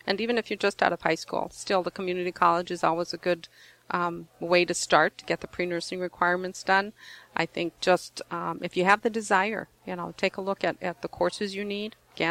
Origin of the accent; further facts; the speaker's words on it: United States; as American Indian people